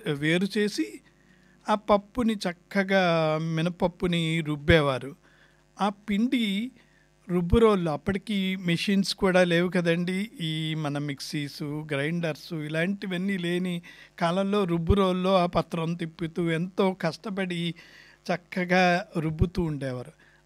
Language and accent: Telugu; Palakollu, Andhra Pradesh, India; now in Sydney, Australia; నా చిన్నప్పుడు మా ఊరు పాలకొల్లు, గోదావరి జిల్లా అనుకోండి, పశ్చిమ గోదావరి జిల్లా.